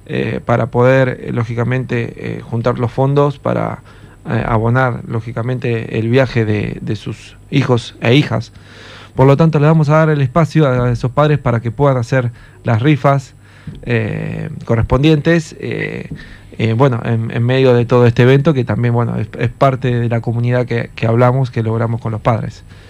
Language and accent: Spanish; Argentina; somos Argentina